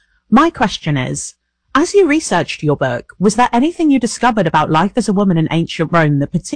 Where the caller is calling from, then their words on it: Portsmouth, South East England, United Kingdom; I'm from Portsmouth in the UK.